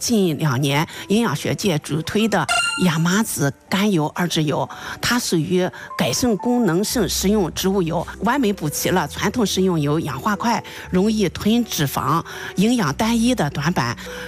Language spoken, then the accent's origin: Chinese; Shandong, China; 我们山东人大部分吃的是花生油。